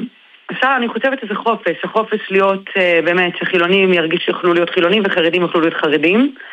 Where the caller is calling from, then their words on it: Tel Aviv, Tel Aviv District, Israel; אני ואחי, מתל אביב